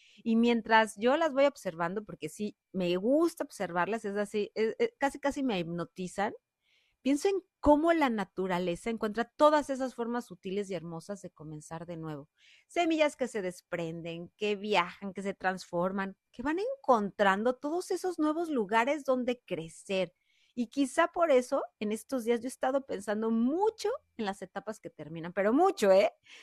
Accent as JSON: {"language": "Spanish", "country": "Mexico", "moved": "yes", "lives_now": "Vancouver, Canada", "said": "Vancouver, Canadá, porque sabes que en semanas pasadas estuve en Ciudad de México, ¿cómo no? En mi país"}